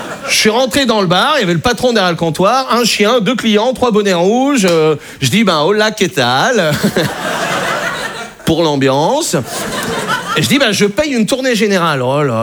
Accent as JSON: {"language": "French", "region": "Brittany", "country": "France", "said": "Mais ça, cette ambiance, c'est parce que je suis breton."}